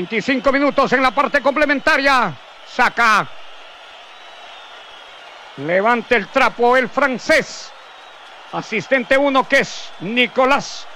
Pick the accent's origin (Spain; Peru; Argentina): Peru; Yo soy orgullosamente peruano